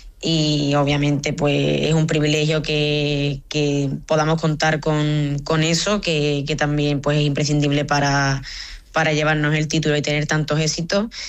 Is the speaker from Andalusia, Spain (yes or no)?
yes; Rota, Andalusia, Spain; moved away; Rota, mi pueblo, siempre me he sentido muy, muy querida y pues a ver qué te digo, es el sitio donde he nacido, donde me he criado, donde pues he ido creciendo tanto futbolísticamente como personalmente